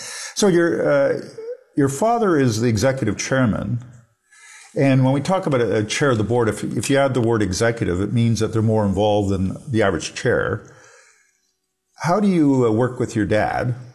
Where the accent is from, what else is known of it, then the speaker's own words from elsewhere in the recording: Toronto, Ontario, Canada; When I grew up in Toronto many years ago, north of Steeles were farms.